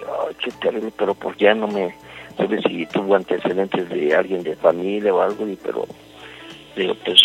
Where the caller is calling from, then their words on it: Xochimilco, Mexico City, Mexico; de Xochimilco.